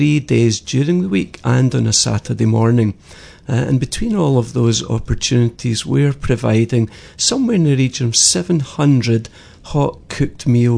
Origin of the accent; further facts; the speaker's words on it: Glasgow, Scotland, United Kingdom; moved away as an adult; now in Bermuda; I'm born and bred in Glasgow, in Scotland.